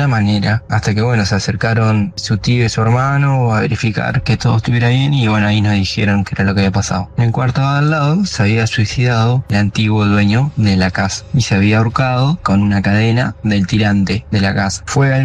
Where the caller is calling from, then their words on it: San Andrés de Giles, Buenos Aires Province, Argentina; tengo 32 años, soy de San Andrés de Giles.